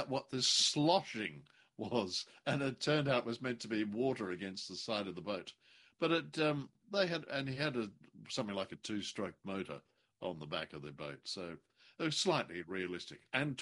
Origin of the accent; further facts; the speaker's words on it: Australia; I'm an Australian, obviously, but my father had 11 brothers and sisters.